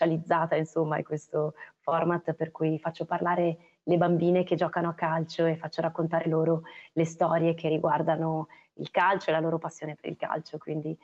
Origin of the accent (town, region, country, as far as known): Pra', Liguria, Italy